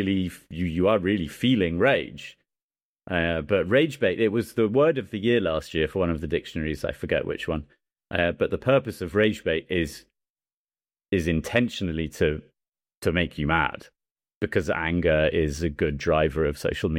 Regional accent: England, United Kingdom; Sorry, I'm English. I call it a shopping trolley.

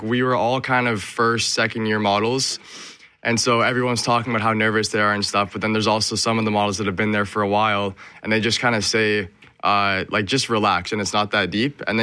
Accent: Winnipeg, Manitoba, Canada; moved away as an adult; coming from Winnipeg, yeah, like, on my mom's side, I'm Filipino and Slovenian. And then on my dad's side, white, British Canadian, I guess.

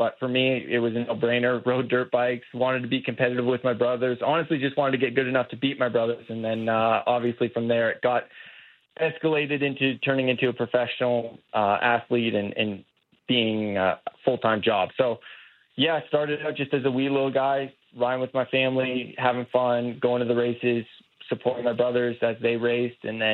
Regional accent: Canada; to kick it off here in my home country, no better place than Calgary

